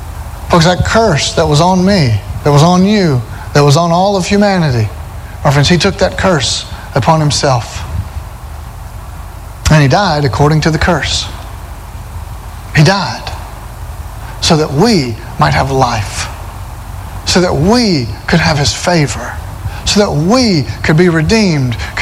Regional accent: Alabama, United States; Yeah, I'm from Alabama. That's how we talk sometimes.

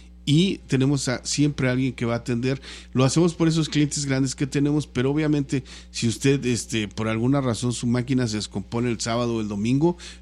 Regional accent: Texas, United States; los dueños son de ahí, de la ciudad de Mercedes, y todos los empleados que trabajamos aquí, pues somos de aquí

